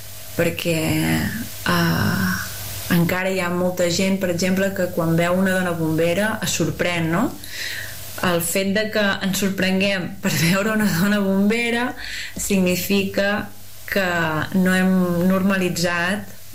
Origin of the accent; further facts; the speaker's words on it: Castelló d'Empúries, Catalonia, Spain; moved away as an adult; now in Alt Urgell, Spain; soc de Castellà d'Empúries i soc bombera de la Generalitat de Catalunya.